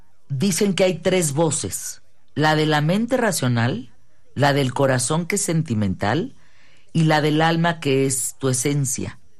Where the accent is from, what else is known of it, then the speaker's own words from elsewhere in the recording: northern Mexico, Mexico; No, es que soy norteña y así nos hablamos.